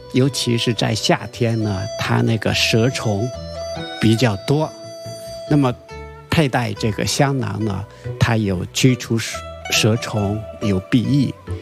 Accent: Fujian, China; 就我老家，大家知道福建的简称闽，闽字呢门里头有一虫

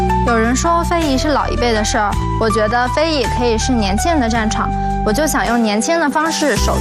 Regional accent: Yongxing, Sichuan, China; born there; 今年24岁，是四川省省级非物质文化遗产永兴城五比一酱油酿造技艺的第七代传承人。

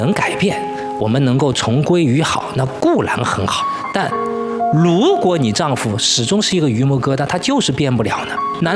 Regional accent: China; 我们中国人

